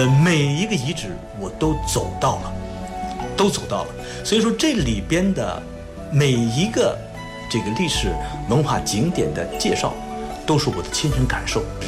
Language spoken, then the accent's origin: Chinese; Zhengzhou, Henan, China; 我出生在郑州的老城墙的城墙根下，在郑州生，郑州长。